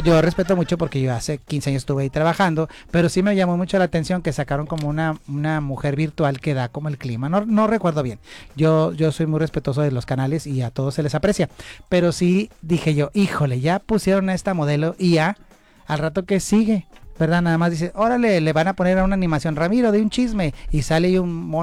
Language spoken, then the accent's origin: Spanish; Monterrey, Nuevo León, Mexico; Es parte de nuestra cultura aquí en Monterrey.